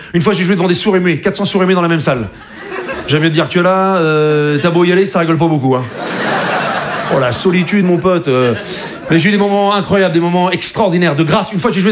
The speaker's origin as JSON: {"language": "French", "town": "Rouen", "region": "Normandy", "country": "France", "said": "parce que je viens de Rouen, c'est la Normandie, c'est chez moi, voilà."}